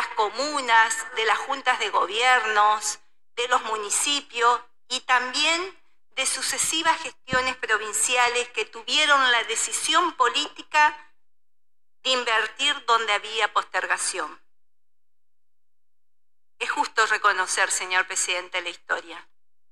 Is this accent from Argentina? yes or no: yes; San José de Feliciano, Entre Ríos, Argentina; en nuestra ciudad, Feliciano, hablo de Feliciano porque soy de ahí, conozco y soy parte de la historia de mi pueblo, de mi ciudad.